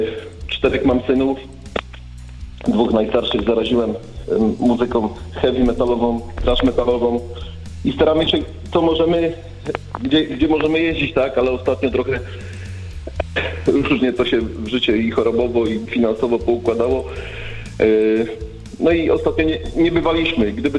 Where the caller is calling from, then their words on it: Łódź, Łódź Voivodeship, Poland; ja z Łodzi jestem.